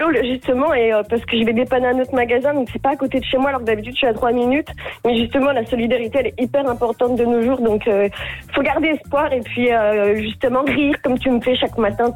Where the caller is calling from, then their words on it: Auray, Brittany, France; J'habite à Auray, dans Morbihan